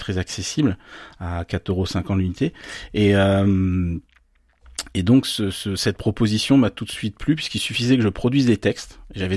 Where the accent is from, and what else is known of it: Brittany, France; born or raised there